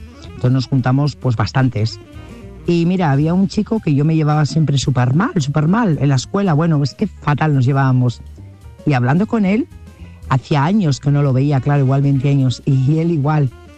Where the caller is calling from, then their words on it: Burgos, Castile and León, Spain; Buenas noches … corresponsal de Burgos.